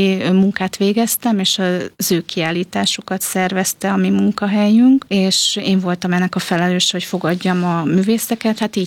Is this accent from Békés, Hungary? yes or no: no; Szeged, Csongrád-Csanád, Hungary; born there; Igen, hát én Szegeden születtem